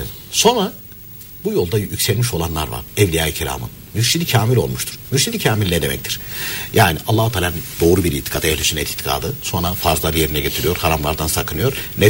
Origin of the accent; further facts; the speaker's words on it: Konya, Turkey; Ben de Konyalıyım.